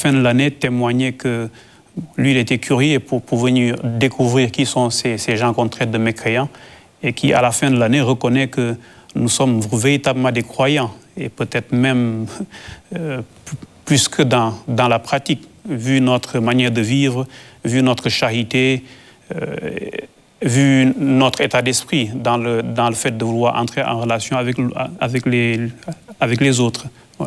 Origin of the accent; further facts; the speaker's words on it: Senegal; nous nous sommes convaincus, en tant que Sénégalais